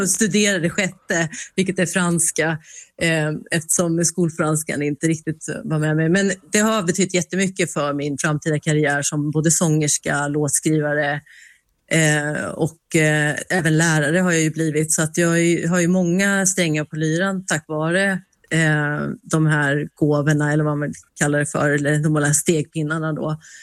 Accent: Sweden; Men jag är ju uppvuxen i Sverige och född här, så att jag, det är väldigt närvarande.

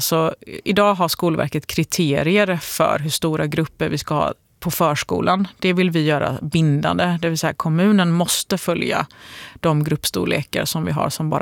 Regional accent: Gothenburg, Västra Götaland County, Sweden; Härligt att höra lite göteborgska. Det är jag väldigt glad över som gammal göteborgare.

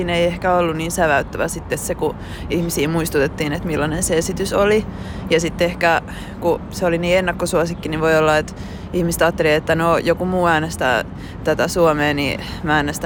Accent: Helsinki, Uusimaa, Finland; 31, Helsingistä.

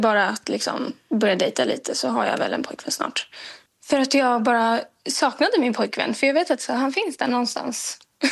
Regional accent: Uppsala, Uppsala County, Sweden; Så jag är från Uppsala, utanför Uppsala.

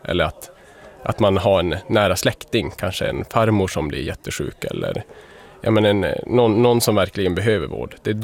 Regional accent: Norrbotten County, Sweden; also born or lived in Kiruna; now in Luleå, Sweden; No minä olen Kuttasesta. Minä asuin Kiirunassa pari vuotta, mutta lympen jälkeen minä muutin Luulajaan. Ja täällä minä olen opiskeluinsinööri 5 vuotta

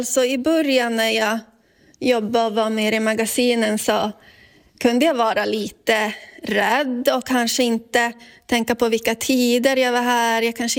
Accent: Sápmi, Sweden; Det är jätteviktigt att det finns hemma i Sápmi, för att det ska finnas nära för oss samer.

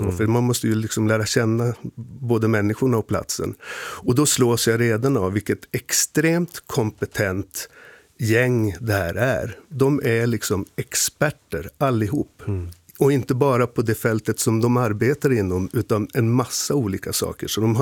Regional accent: Kalix, Norrbotten County, Sweden; moved away; Jag kommer ju norrifrån. Jag kommer från Norrbotten själv, från Kalix.

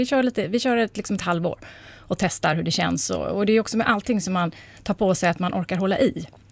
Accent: Halmstad, Halland County, Sweden; jag är ju från Halmstad

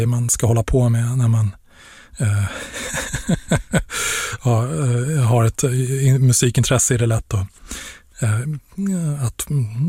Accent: Stockholm, Stockholm County, Sweden; born or raised there

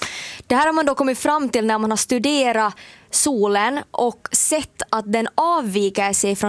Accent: Finland; accent: Finland-Swedish; nu kommer min finlandssvenska in.

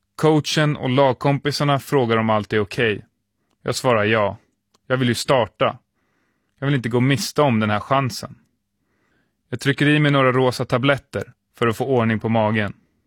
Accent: Nacka, Stockholm County, Sweden; Det jag har strävat efter sedan jag var en liten kille hemma i Nacka.

